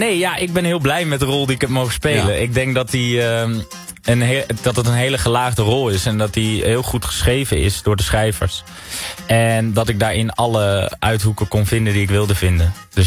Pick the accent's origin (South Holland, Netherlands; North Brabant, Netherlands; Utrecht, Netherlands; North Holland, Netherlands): North Brabant, Netherlands; Made; moved away as an adult; also born or lived in Breda / Arnhem; Ik ben een Brabander. Ik ben in Breda geboren.